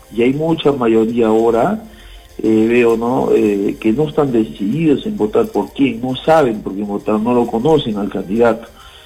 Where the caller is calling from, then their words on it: Arequipa, Peru; soy de Selva Alegre